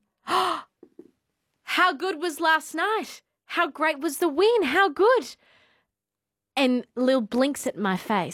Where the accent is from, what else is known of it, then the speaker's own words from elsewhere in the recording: Northern Territory, Australia; also born or lived in Penrith; I was born, I say this, I'm not a born, I'm a bred Territorian, but I was born in Penrith.